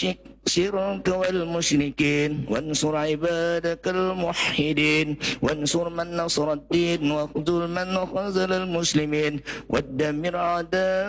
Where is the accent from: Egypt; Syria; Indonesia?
Indonesia; اللهم ارفع عنا البلاء والوباء والزلازل والمحن وسوء الفتنة والمحن ما ظهر منها وما بطن أم بلدنا إندونيسيا خاصة وسائر البلدان المسلمين عامة